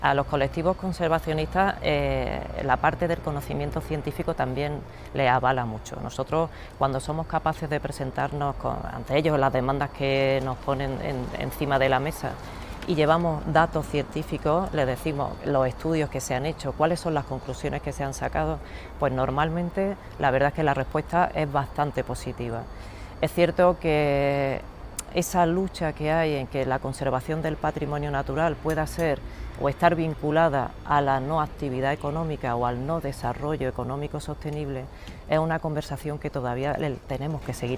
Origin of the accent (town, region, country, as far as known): Pozo Alcón, Andalusia, Spain